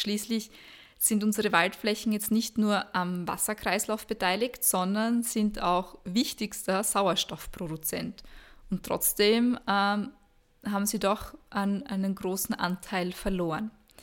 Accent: Austria; Ja, wie schaut das jetzt bei uns in Österreich aus? Laut der Aussage von Donald Trump voriges Jahr leben wir angeblich in Wäldern, alle Österreicher.

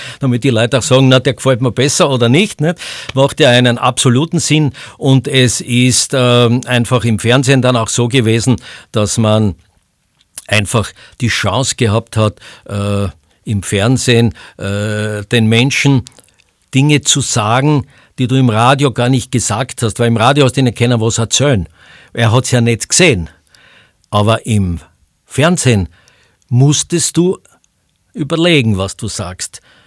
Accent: Graz, Styria, Austria; Als erstes habe ich ja Fußball gemacht als Grazer, bevor ich dann hinaus in die weite Welt durfte

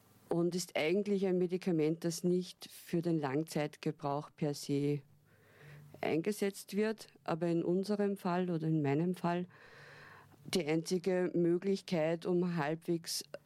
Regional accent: Upper Austria, Austria; Ich bin hier im Umkreis von Linz aufgewachsen

